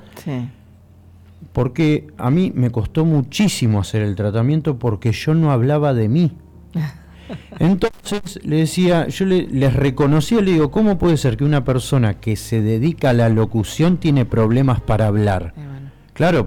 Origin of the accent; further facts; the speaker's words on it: Argentina; yo soy el único argentino